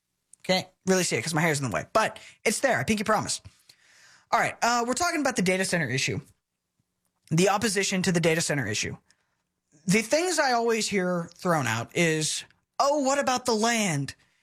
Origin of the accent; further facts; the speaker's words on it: Texas, United States; I'm a Texan. We have some of the prettiest, if not the prettiest, land in the country.